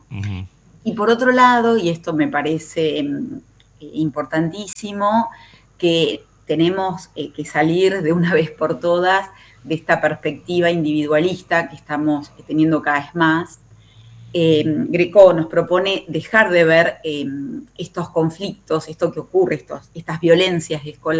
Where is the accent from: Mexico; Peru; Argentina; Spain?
Argentina